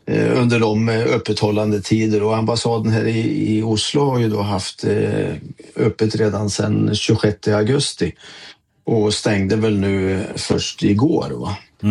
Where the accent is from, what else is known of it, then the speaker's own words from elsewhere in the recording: Sweden; För det första därför att jag är svensk.